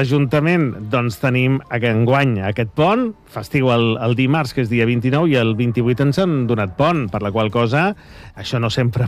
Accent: Calafell, Catalonia, Spain; soc de Segur de Calafell, no visc gaire lluny d'allà de la plaça Pau Casals.

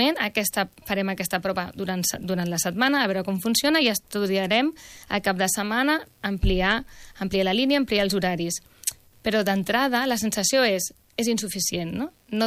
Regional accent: Rubí, Catalonia, Spain; els que som de Rubí de sempre

